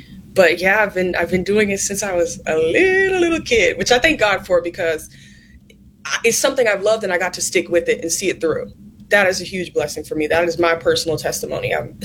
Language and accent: English; North Carolina, United States; I'm from North Carolina.